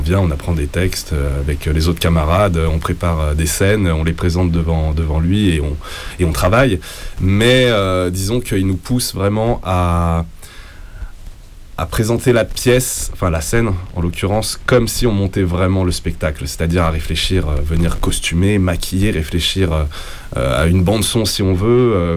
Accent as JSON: {"language": "French", "town": "Nevers", "region": "Bourgogne-Franche-Comté", "country": "France", "tie": "born or raised there", "also_born_or_lived": "Strasbourg", "moved": "as an adult", "lives_now": "Paris, France", "said": "Mais sinon, moi, je suis originaire de Bourgogne, Nevers, pour être précis."}